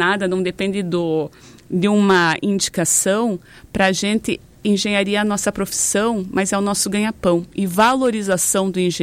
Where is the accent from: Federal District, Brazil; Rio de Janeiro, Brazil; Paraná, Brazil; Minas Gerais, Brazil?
Paraná, Brazil